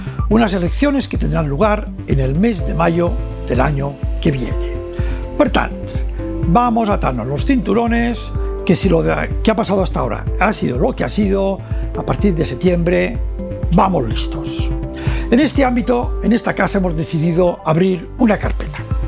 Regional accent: Balearic Islands, Spain; Eso es lo que nos pasa a nosotros en las Islas Baleares.

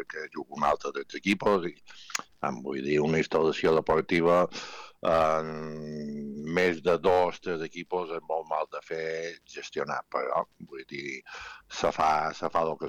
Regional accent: Balearic Islands, Spain; Jo som mallorquí

